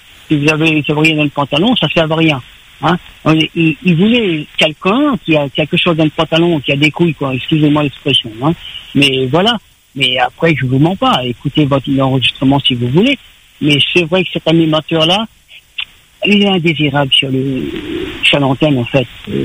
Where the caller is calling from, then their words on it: Normandy, France; J'appelle de la Normandie.